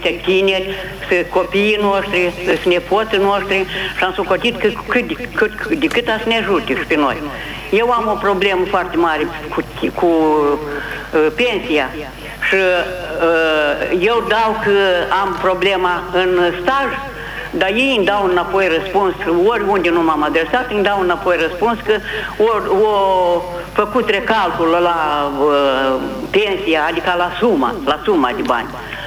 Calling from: Telenești, Telenești District, Moldova; sunt din Telenești.

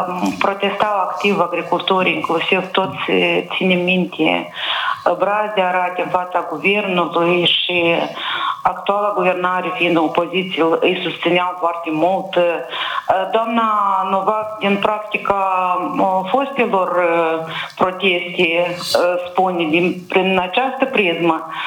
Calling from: Chișinău, Moldova; și sunt din Chișinău.

